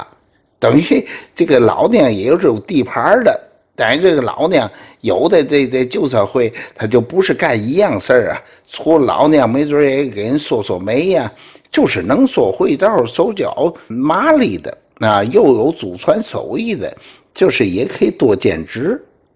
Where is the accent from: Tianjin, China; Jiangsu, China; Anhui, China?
Tianjin, China